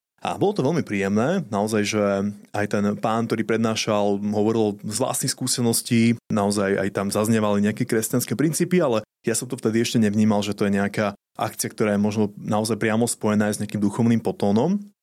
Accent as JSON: {"language": "Slovak", "town": "Levice", "region": "Nitra Region", "country": "Slovakia", "moved": "as an adult", "lives_now": "Bratislava, Slovakia", "said": "Pochádzam z Lavíc, ale už viac ako 10 rokov žijem v Bratislave, kde pracujem."}